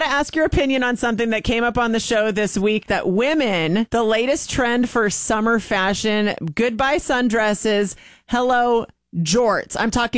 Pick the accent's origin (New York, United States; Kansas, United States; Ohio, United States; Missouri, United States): Missouri, United States; St. Louis; you were talking to 2 former residents of St. Louis on the phone right now. We are both from St.